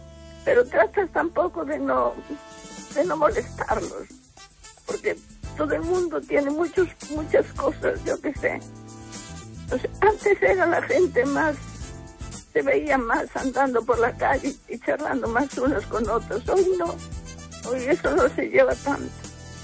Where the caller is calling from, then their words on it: Ourense, Galicia, Spain; de Orense